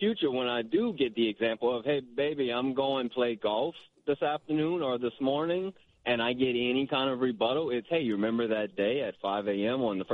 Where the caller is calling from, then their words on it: Houma, Louisiana, United States; I am from Houma, Louisiana, about an hour and 15 minutes southwest of New Orleans.